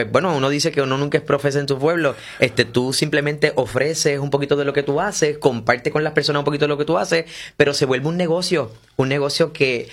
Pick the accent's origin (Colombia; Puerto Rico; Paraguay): Puerto Rico; Morovis; soy criado y nacido en Morovi.